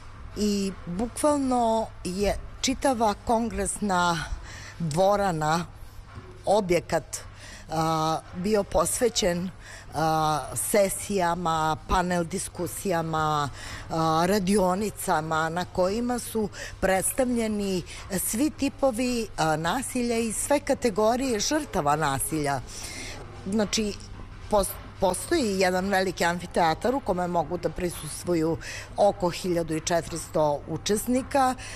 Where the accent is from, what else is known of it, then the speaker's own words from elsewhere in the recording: Serbia; ja sam bila jedina iz Srbije, predstavljala sam Srbiju